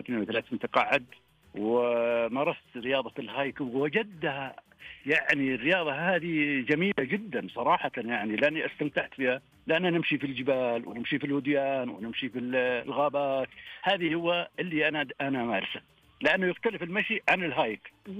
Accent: Asir, Saudi Arabia; moved away; فأنا دائما أحب أرجع لقريتي القديمة والأرض القديمة اللي هي وادي غيثان.

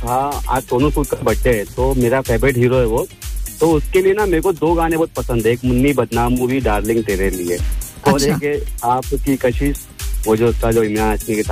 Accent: Mumbai, Maharashtra, India; वैसे तो मैं मुंबई का हूँ, मैं इंडिया से हूँ

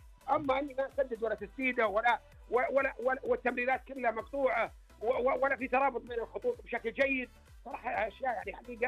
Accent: Saudi Arabia; أنا كمدرب سعودي واللاعب يعني من نفس الجنسية

